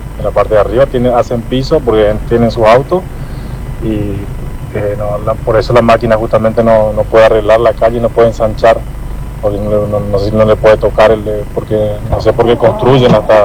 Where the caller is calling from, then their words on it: Argentina; Yo soy acá de Villa Stemberg, a una cuadra del Club Exalunos, en la calle Aristóbulo del Valle, Cuñapirú.